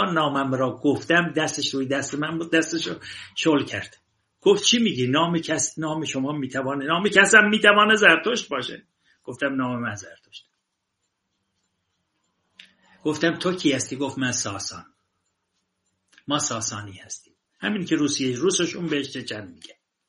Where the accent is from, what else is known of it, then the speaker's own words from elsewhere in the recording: Iran; من نخستین ایرانی هستم یا تنها ایرانی هستم که سرلشکر گوهر دوده را دیدم.